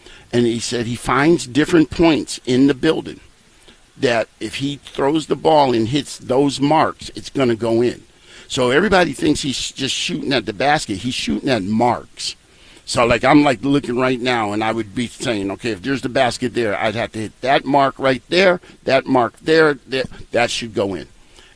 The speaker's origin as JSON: {"language": "English", "town": "Fairfield", "region": "Connecticut", "country": "United States", "tie": "born there", "also_born_or_lived": "North Carolina", "said": "We moved from North Carolina to Fairfield, Connecticut, which when we moved there was the third richest county in the country."}